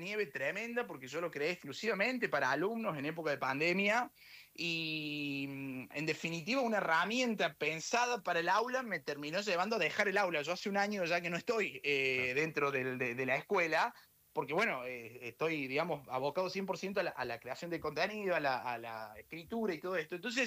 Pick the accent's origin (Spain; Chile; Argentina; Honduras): Argentina; Córdoba; Sí, pero que los cordobeses tenemos ahí una rapidez